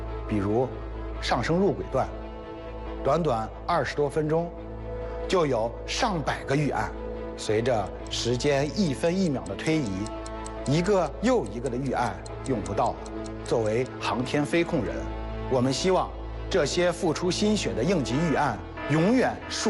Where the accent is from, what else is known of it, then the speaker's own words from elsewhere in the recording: China; 是我们每一个中国人都为之骄傲自豪的事情。